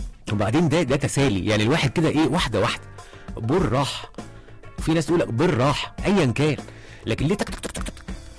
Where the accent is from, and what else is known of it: Egypt